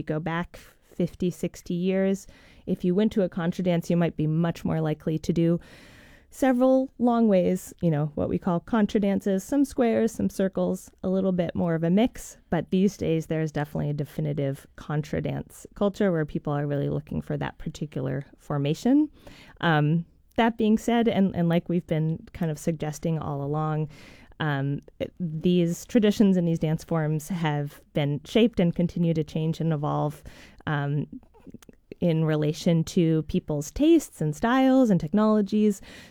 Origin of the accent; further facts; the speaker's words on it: Vermont, United States; I grew up in Vermont, but didn't start contra dancing until after college.